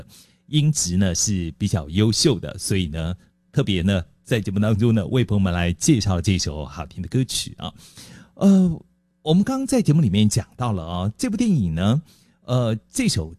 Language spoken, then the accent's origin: Chinese; Taiwan